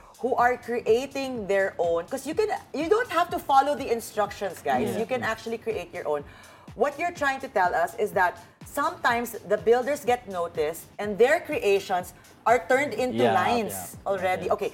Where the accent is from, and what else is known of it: Philippines